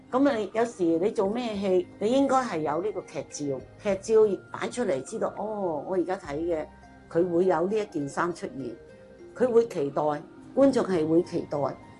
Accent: Macau; 我咧就系、是、澳门啦，土生土长嘅，咁但系咧就系、是、我系佛山人，

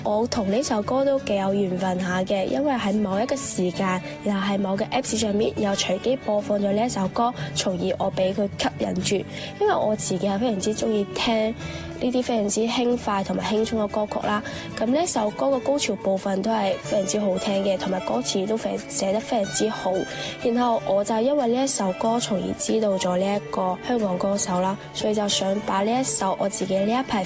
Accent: Macau; Hello， 大家好，我是来自澳门的

